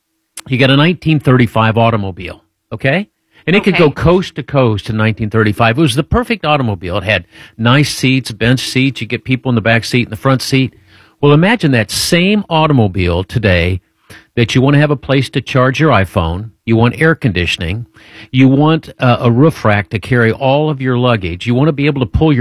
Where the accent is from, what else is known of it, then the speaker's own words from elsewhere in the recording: Speedway, Indiana, United States; You know, growing up in Speedway, Indiana, we had Social Security back then.